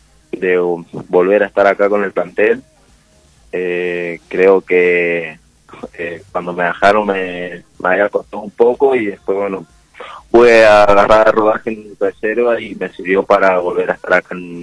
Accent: Godoy Cruz, Mendoza, Argentina; yo soy de acá de Godoy Cruz, toda la vida vivir acá.

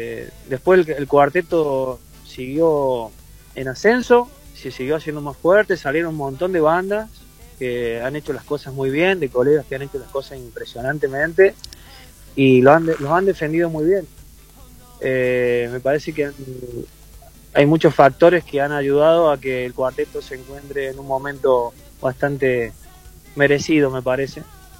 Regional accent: Las Heras, Mendoza, Argentina; yo desde chico en Mendoza, porque yo nací en Las Heras

